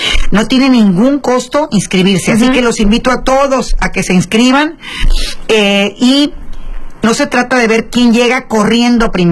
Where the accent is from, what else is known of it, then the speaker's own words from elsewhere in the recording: Mexico; Yo soy californiana, y aquí yo siempre recuerdo, digo, ya soy una mujer adulta mayor